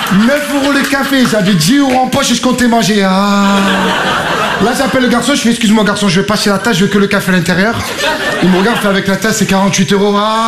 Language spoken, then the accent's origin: French; Marseille, Provence-Alpes-Côte d'Azur, France; je viens de Marseille. Marseille, une ville connue pour deux choses.